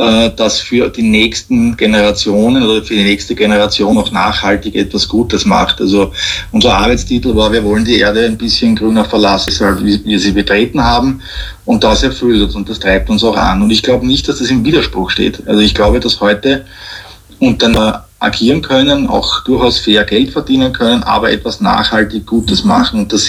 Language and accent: German; Austria; Nein, wir kommen ja aus Österreich und wir sind in Österreich.